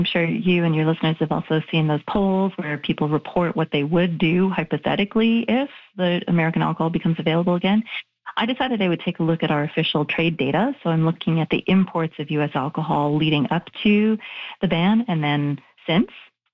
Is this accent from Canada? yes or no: yes; Canada; now in Ottawa, Canada; It's always nice to talk to my hometown.